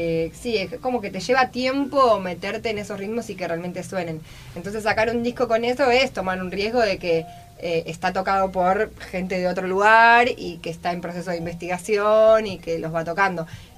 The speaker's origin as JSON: {"language": "Spanish", "country": "Argentina"}